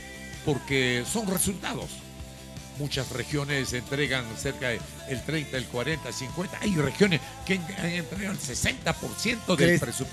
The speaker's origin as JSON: {"language": "Spanish", "town": "Sihuas", "region": "Ancash", "country": "Peru", "tie": "born or raised there", "said": "de ir de Chimbote a mi tierra, Siwa"}